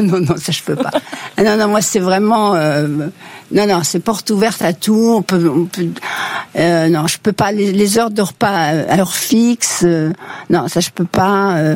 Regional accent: Casablanca, Casablanca-Settat, Morocco; Et moi, je suis née au Maroc, vous savez.

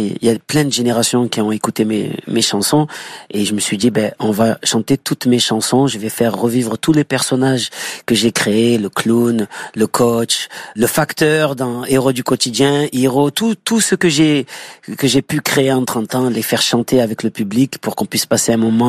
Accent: Marseille, Provence-Alpes-Côte d'Azur, France; mes quartiers nord, là où j'ai grandi

